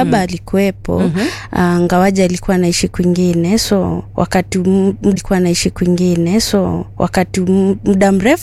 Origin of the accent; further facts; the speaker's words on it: Bungoma County, Kenya; Nimezaliwa Mount Elgon.